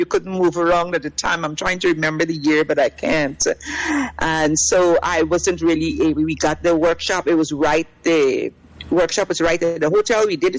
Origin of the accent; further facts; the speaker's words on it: Guyana; born there; I was born in Guyana.